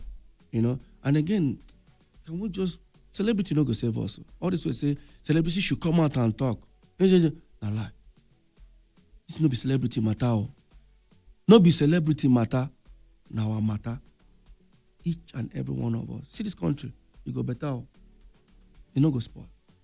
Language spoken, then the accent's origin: English; Nigeria; I'm Nigerian.